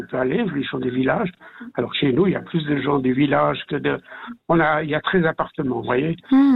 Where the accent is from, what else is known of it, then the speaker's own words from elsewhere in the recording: Switzerland; moved away as an adult; now in Lausanne region, Switzerland; moi, je suis né sur la frontière française. Mon père était fonctionnaire aux douanes